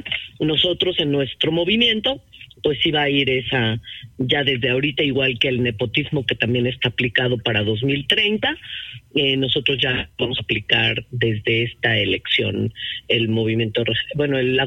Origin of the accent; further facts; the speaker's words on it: Querétaro, Mexico; gobernar Querétaro, de donde yo soy